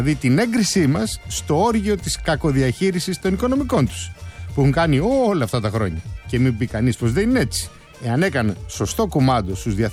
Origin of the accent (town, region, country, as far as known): Greece